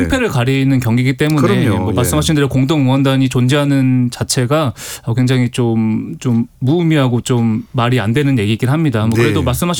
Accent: South Korea; 좀 골을 터질 때 더 큰 함성을 지르는 모습은 좀 대한민국 국민으로서는 조금 아쉬운 부분은 분명 있었습니다.

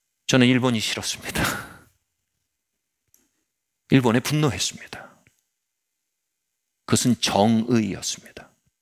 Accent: South Korea; 나는 한국에서 온 대학생입니다.

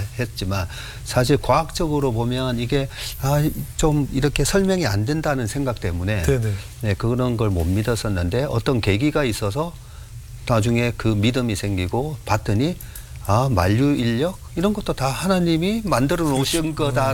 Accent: Busan, South Korea; 제가 어릴 때 이제 부산 온천동이라고 살았었는데 지금도 그 미남노탈이라고 거기 보면 동네 제일 침례 교회가 있습니다.

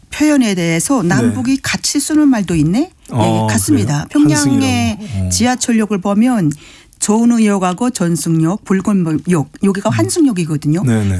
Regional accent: North Korea; now in South Korea

